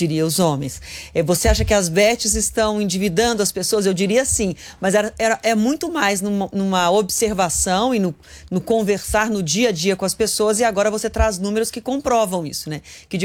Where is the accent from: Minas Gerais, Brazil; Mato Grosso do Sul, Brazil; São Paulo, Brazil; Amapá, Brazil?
Minas Gerais, Brazil